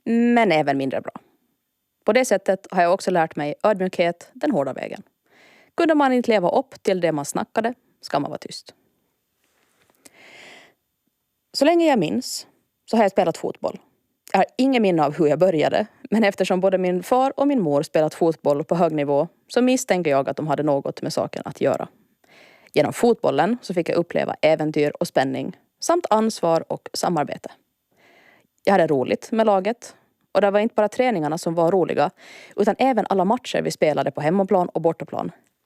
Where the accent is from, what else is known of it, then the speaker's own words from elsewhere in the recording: Mariehamn, Åland, Åland Islands; Jag är född och uppvuxen på Åland i Mariehamn.